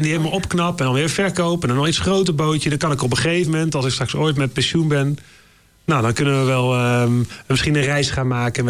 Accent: Friesland, Netherlands; moved away; also born or lived in Groningen / Amsterdam; En geboren in het... opgegroeid in Friesland. Daarna naar Groningen verhuisd.

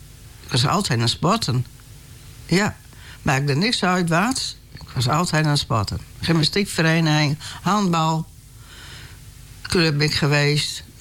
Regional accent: Winschoten, Groningen, Netherlands; ik ben opgegroeid hier in Winschoten en ik ben geboren in Winschoten.

